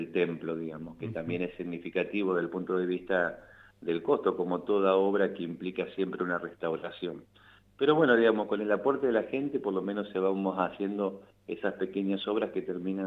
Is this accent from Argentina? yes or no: yes; San Justo, Santa Fe, Argentina; now in Santo Tomé, Argentina; Yo soy de San Justo, pero estuve, digamos, como cura, estuve en la zona de Pilar, estuve en la zona de Gobernador Crespo, en la iglesia catedral